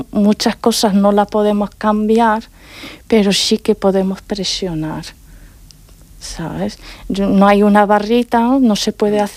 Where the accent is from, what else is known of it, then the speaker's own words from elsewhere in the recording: Morocco; moved away; muchas veces no creían que soy marroquí